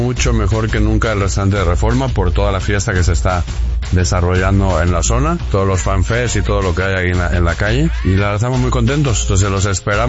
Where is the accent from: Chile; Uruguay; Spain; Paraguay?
Spain; now in Mexico City, Mexico; somos varios socios que somos españoles